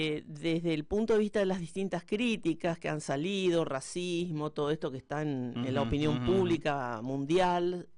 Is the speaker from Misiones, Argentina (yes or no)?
no; Formosa, Argentina; Como argentina y como formoseña, los admiro.